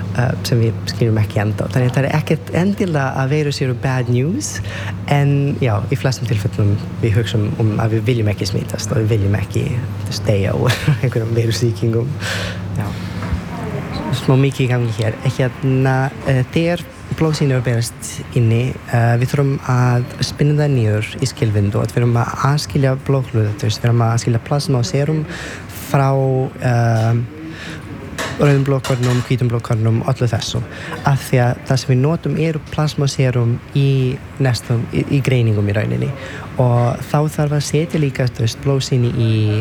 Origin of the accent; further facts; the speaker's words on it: Serbia; Icelandic is a second language; moved away as an adult; now in Iceland; Ég ást upp í Serbíu og ég byrjaði þar í læknisfræði í 2013 eitthvað svo leis en svo bara ákveði ég að mér langar ekki að búa í Serbíu lengur, mér langar að flýta til Íslands